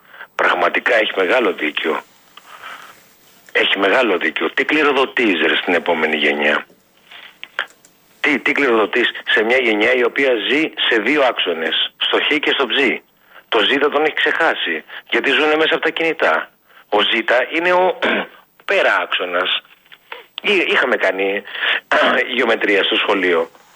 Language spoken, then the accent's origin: Greek; Greece; born there; moved away; γεννηθήκαμε σε μια χώρα που, εντάξει, κάτι έχει κάνει